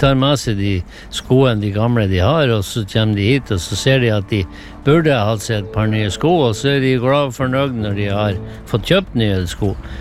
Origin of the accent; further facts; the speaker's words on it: Ørnes, Nordland, Norway; Ja, kommer vi fra Ørnes i Meløy, alt med Saltstrømmen.